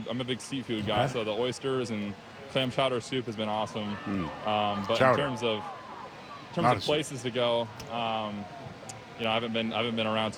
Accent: Iowa, United States; moved away; I'm from Iowa originally

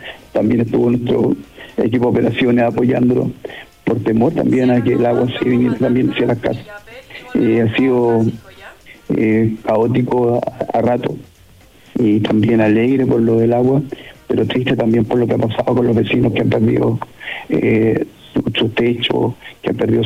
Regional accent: La Ligua, Valparaíso, Chile; Bueno, yo soy nacido y criado acá en La Ligua, soy liguano, liguano, porque acá nos diferenciamos cuando uno nace en La Ligua, liguano

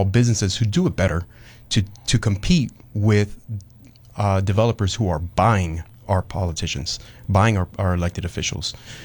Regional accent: Miami, Florida, United States; And luckily, I've been here. I was born in Miami. I've been educated here, so I know the system.

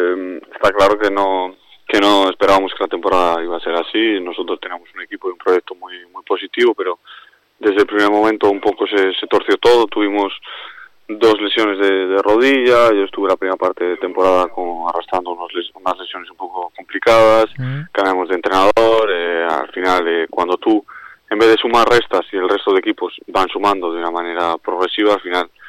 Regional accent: Logroño, La Rioja, Spain; moved away; Yo salí de Logroño por cumplir un sueño, lo he cumplido, vamos a intentar seguir cumpliendo sueños y yo estoy muy contento.

